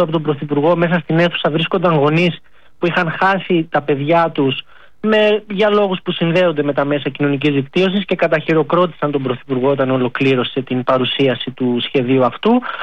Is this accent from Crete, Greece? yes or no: yes; Crete, Greece; now in London, United Kingdom; είμαι από Κρήτη